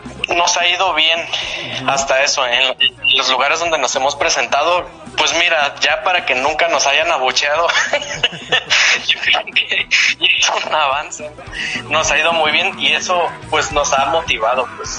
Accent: La Paz, Baja California Sur, Mexico; somos de La Paz, acá Baja California

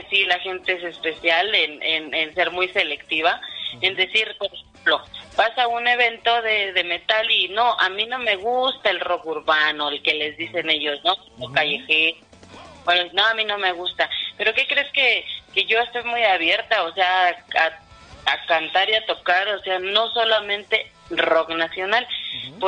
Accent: Salamanca, Guanajuato, Mexico; moved away as an adult; now in Mexico City, Mexico; soy de Salamanca, Guanajuato.

